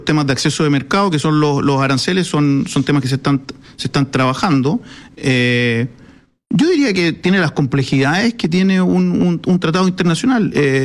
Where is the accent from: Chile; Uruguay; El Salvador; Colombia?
Chile